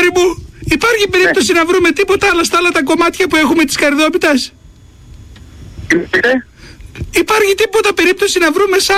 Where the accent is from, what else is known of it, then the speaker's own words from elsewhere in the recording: Andros, South Aegean, Greece; Α, εγώ είμαι από τη Μικρά Αγγλία. Αν την ξέρεις τώρα που βγήκε και η ταινία. Απ' την Άνδρο.